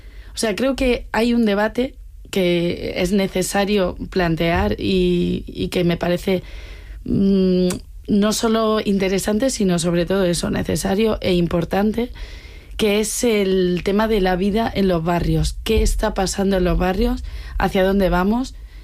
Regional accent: Andalusia, Spain; moved away as an adult; now in Madrid, Spain; yo soy madrileña de adopción, porque soy de Andalucía, me vine a estudiar aquí y he vivido muchos años en Lavapiés.

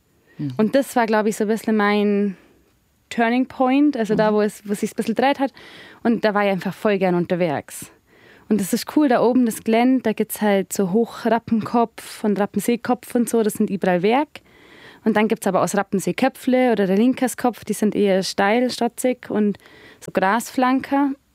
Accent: Bad Hindelang, Bavaria, Germany; Ich komme aus Hindelang. Mhm. Das ist quasi ganz relativ südlich. Genau, und bin da aufgewachsen

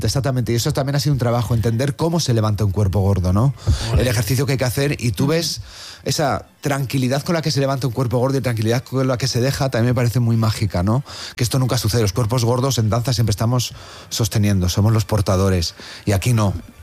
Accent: Valladolid, Castile and León, Spain

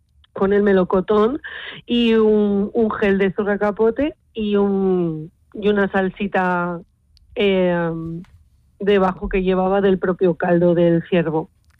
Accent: La Rioja, Spain; Bueno, pues el menú estaba inspirado en mi tierra, La Rioja

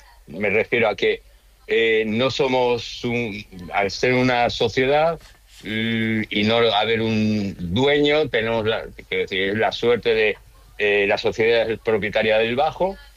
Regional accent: Spain; now in United States; Y evidentemente las reuniones de españoles, pues siempre hablamos de España y hablamos de lo que pasa en España, qué problemas, qué no sé cuántos. Luego los problemas que de inmigrante tienes aquí en Estados Unidos

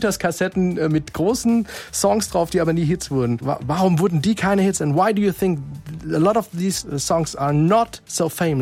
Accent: Speyer, Rhineland-Palatinate, Germany; Ich habe sie selbst schon live erleben dürfen hier in Deutschland, in Speyer, in meiner Heimatstadt

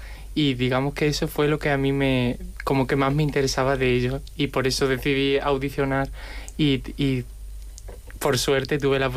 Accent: Extremadura, Spain; Pues mira, como vengo de un entorno rural, o sea, vengo de Extremadura, para mí, o sea, siempre he concebido la danza como algo que pudiese ser siempre accesible a todo el mundo.

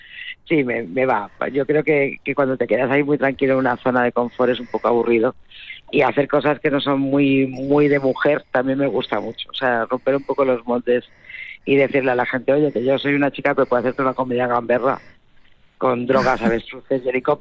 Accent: Bilbao, Basque Country, Spain; Yo soy de Bilbao y tenemos esa fama también.

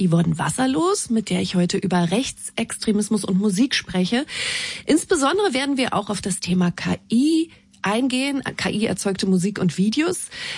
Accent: East Germany, Germany

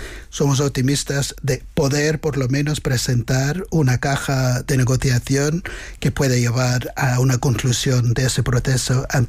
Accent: Ireland; now in Spain

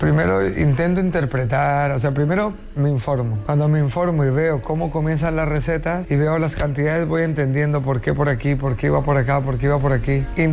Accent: Colombia; also born or lived in Madrid / Salamanca / Murcia; now in Spain; cuando éramos jóvenes y recién habíamos venido de Colombia.

